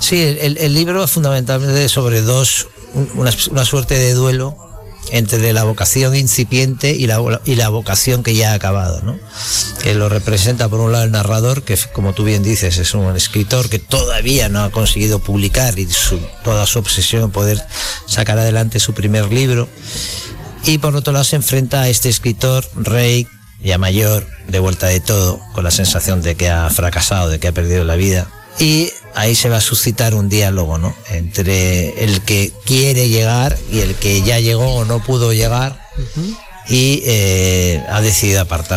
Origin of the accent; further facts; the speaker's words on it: La Palma del Condado, Andalusia, Spain; Yo me retiré aquí, evidentemente, porque soy andaluz, soy de La Palma del Condado, y porque aquí está parte de mi memoria, ¿no? De mi infancia, ¿no?